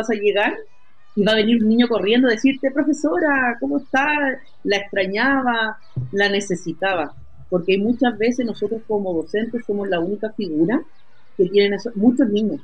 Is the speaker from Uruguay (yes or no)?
no; Viña del Mar, Valparaíso, Chile; moved away as an adult; now in Chañaral, Chile; yo soy de Viña del Mar.